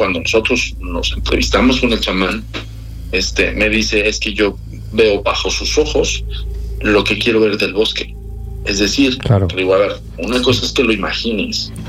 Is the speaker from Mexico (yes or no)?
yes; Mexico